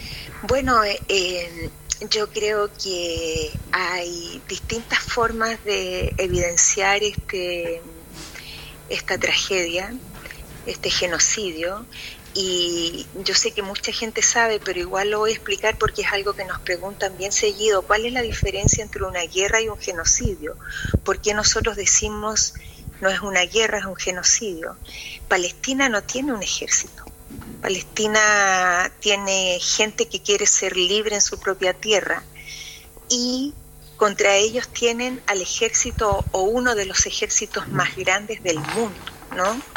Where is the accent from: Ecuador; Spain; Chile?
Chile; los propios problemas que tenemos nosotros como chilenos